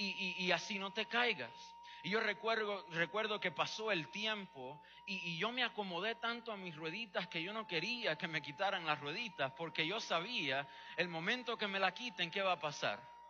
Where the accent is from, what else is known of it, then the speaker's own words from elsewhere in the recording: Cuba; Recuerdo cuando era niño y estaba creciendo en Cuba